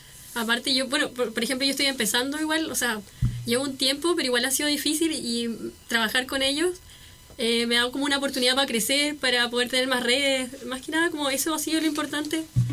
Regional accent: Castro, Los Lagos, Chile; Soy de Castro.

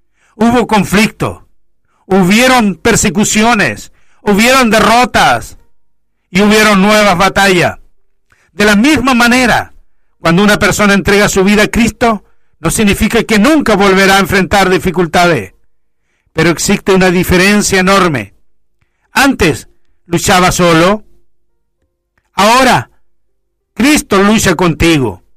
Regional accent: Chile; porque somos chilenos.

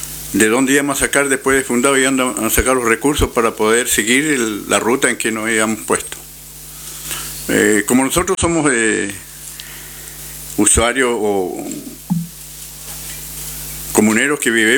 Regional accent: Los Lagos, Chile; Soy de la comunidad Huenque de Caulín, el mismo nombre de mi lugar donde yo vivo, de mi territorio.

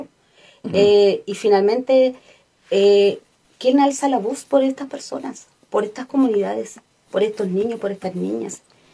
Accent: Los Lagos, Chile; ¿Y qué pasa con nuestras vecinas, con nuestros vecinos? Yo soy chilota.

